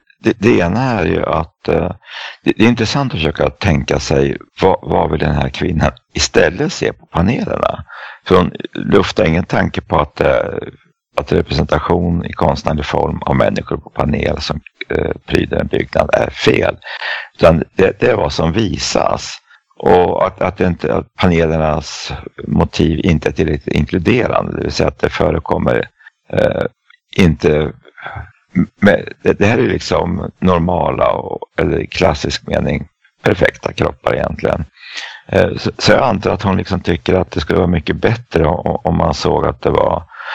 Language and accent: Swedish; Eskilstuna, Södermanland, Sweden; moved away; Jag kan möta min hemstad, gamla hemstad Eskilstuna.